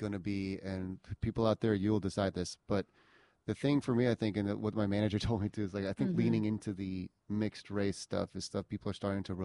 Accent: Indiana, United States; But then when growing up in Indiana, I was that Asian guy in school

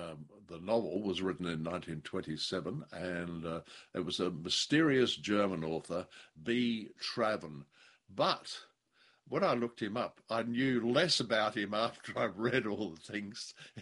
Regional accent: Western Australia, Australia; Kalgoorlie, where the gold fields are in my home state of Western Australia.

